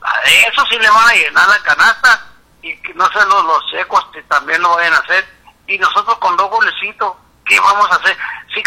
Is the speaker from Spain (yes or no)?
no; Brazil; Sí, tú tienes razón, pues por esa, pero yo soy brasileño.